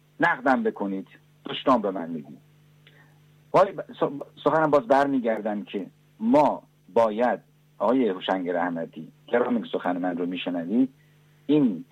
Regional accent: Iran; چرا؟ برای که ما همون ایرانی هستیم، میخوایم ایرانمون آباد کنیم.

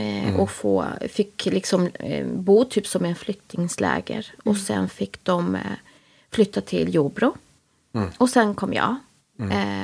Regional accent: Jordbro, Stockholm County, Sweden; now in Älvsjö, Sweden; Född och uppvuxen i Stockholm. I södra sidan, Jordbro, Haninge.

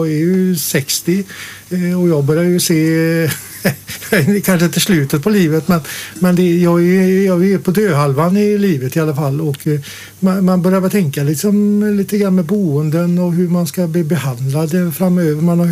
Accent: Dingle, Västra Götaland County, Sweden; jag är född i Dingle med metropolen. Men vi hade väl kanske 900 personer eller 1000 invånare. Och jag är uppväxt på en liten skola.

